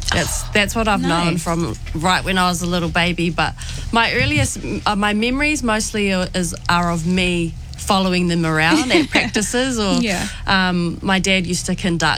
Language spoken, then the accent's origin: English; Invercargill, Southland, New Zealand; now in Napier, New Zealand; So I was born in Invercargill, right at the bottom of the South Island. I have a Māori mama and a Pākehā papa, so... The being in Invercargill comes from my dad's side.